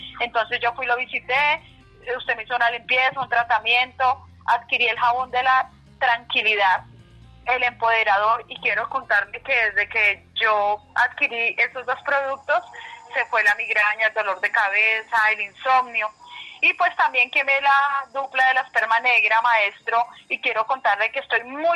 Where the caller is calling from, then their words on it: Zipaquirá, Cundinamarca, Colombia; De Zipaquirá, Cundinamarca.